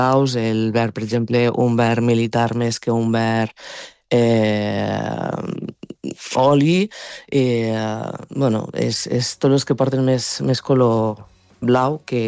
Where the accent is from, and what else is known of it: Mollerussa, Catalonia, Spain